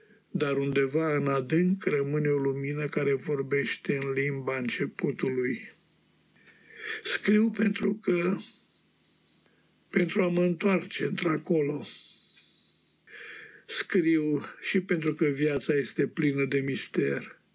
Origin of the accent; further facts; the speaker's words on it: Romania; moved away as an adult; now in Australia; Între România copilăriei mele și Australia maturității mele